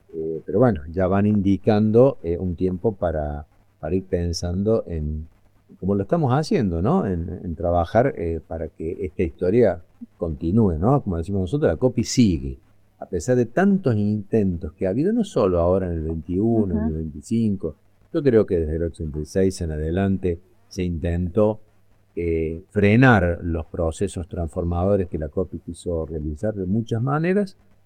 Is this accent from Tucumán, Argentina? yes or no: no; Jesús María, Córdoba, Argentina; born there; vengo de una familia donde allá nací en Jesús María